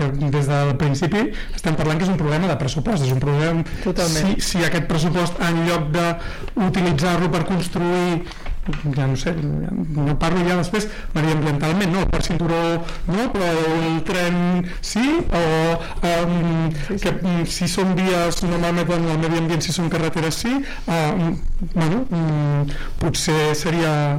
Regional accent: Barcelona, Catalonia, Spain; jo de petit vivia a Barrides de l'Andreu

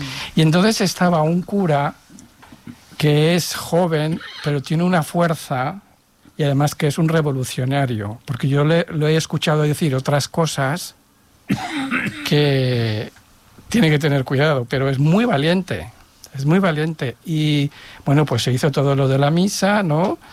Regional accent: Catalonia, Spain; born there; yo nací en el Valle Brón con mi hermano mellizo y nos bautizaron allí porque se pensaban que nos moríamos.

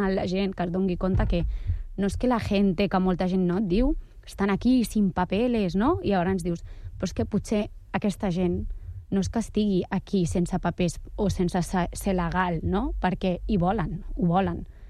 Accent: Catalonia, Spain; born there; pràcticament porto a Catalunya, o sigui, tinc 31, vaig venir als 4 anys, vull dir, sóc catalana, no? Però molts cops quan dius, sóc catalana, no, però d'on ets? Vull dir, soc d'aquí.

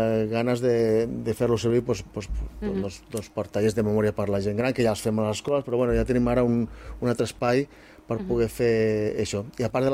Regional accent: Sant Fruitós de Bages, Catalonia, Spain; moved away as an adult; also born or lived in Manresa; now in Rajadell, Spain; jo sóc de Manresa, bueno, de Sant Fruitós, vaig viure molts anys a Manresa, i el 2002 vaig anar a viure a Rajadell, i jo ara em sento totalment rajadellent

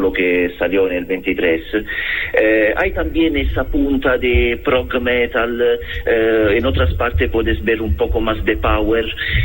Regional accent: Italy; Spanish is a second language; Sí, sí, soy italiano.

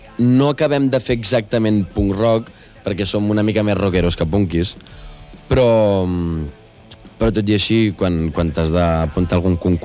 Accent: El Vendrell, Catalonia, Spain; ens coneixem, perquè som de Vendrell

